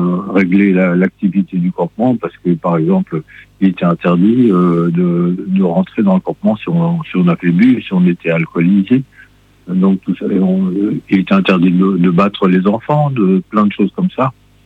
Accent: France; en tant que Français

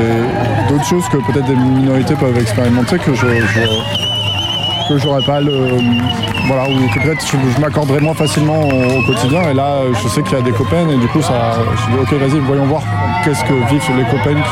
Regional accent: Chalais, Nouvelle-Aquitaine, France; Je viens de Chalais, en Dordogne, du coup. non loin de Narva, là, une petite demi-heure d'ici.

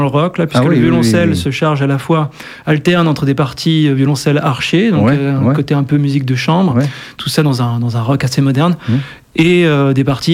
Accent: Île-de-France, France; moved away as an adult; now in Dordogne, France; je viens à la base de la région parisienne, je me suis installé en Dordogne il y a à peu près 10 ans.

